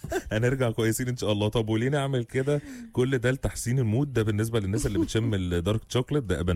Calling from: Riyadh, Riyadh Province, Saudi Arabia; مساء الخير، بسمعكم انا وجوزي من الرياض، محشورين في الزحمه.

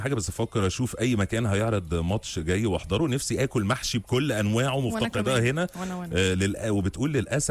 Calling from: Morocco; من المغرب وبيعجبني برنامج معاك في السكه

